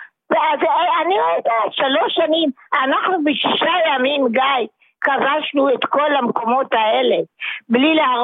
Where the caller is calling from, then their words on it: Holon, Tel Aviv District, Israel; אני מחולון.